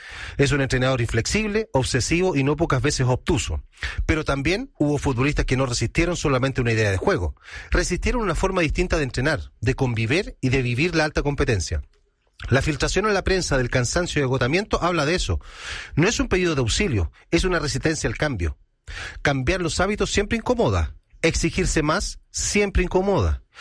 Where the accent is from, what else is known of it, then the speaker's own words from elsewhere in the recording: Chile; Y en Chile nos ha costado 3 mundiales darnos cuenta de eso.